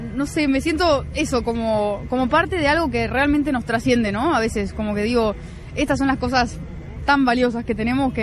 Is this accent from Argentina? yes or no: yes; Buenos Aires, Argentina; Muchas veces a mí me preguntan, incluso porque yo soy de Buenos Aires, ¿viste?